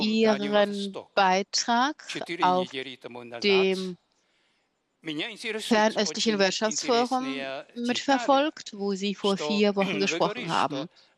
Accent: Shanghai, China; German is a second language; Ich komme aus Shanghai, aus China.

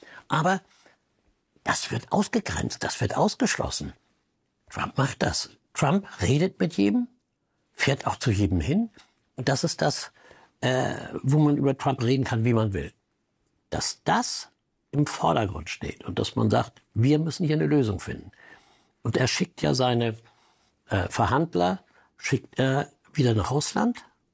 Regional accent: Germany

